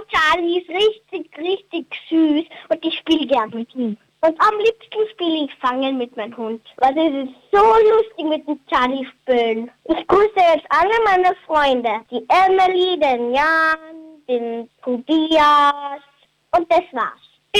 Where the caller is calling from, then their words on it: Carinthia, Austria; bin 6 Jahre. Ich komme aus St. Hansdorf in Kärnten.